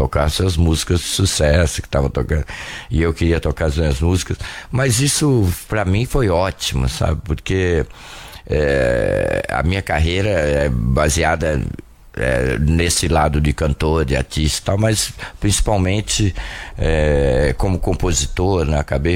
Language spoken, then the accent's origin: Portuguese; Ribeirão Preto, São Paulo, Brazil; Sou, nasci em Ribeirão, comecei minha carreira lá